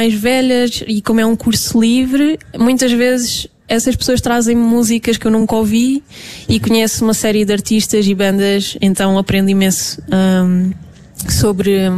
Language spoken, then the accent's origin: Portuguese; Lagos, Algarve, Portugal; em Lagos, na minha cidade natal.